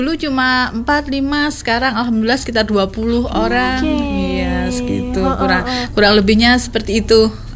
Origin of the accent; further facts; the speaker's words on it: Madiun, East Java, Indonesia; Saya dari Madiun di Mojorejo.